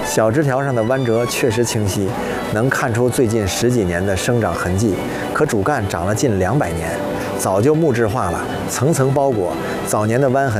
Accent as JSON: {"language": "Chinese", "region": "Inner Mongolia", "country": "China", "tie": "born or raised there", "moved": "yes", "said": "我是内蒙人，我出生在林区，就是我的生活的底儿就是和树打交道。"}